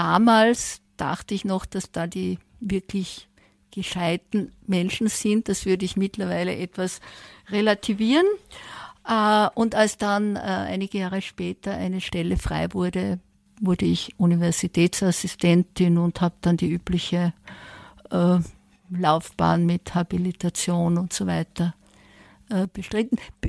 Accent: Styria, Austria; ich komme aus der Umgebung von Graz.

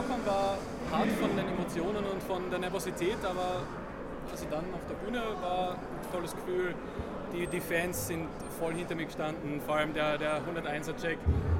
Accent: Austria; wir sind aus Österreich

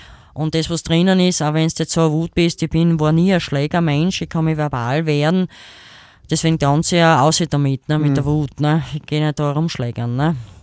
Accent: Wolfsberg, Carinthia, Austria; born there; ich bin halt ein Kärntner, ne, in Wolfsberg geboren.

